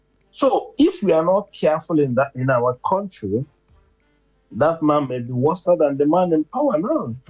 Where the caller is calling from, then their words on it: Enugu State, Nigeria; where am I from? Enugu State.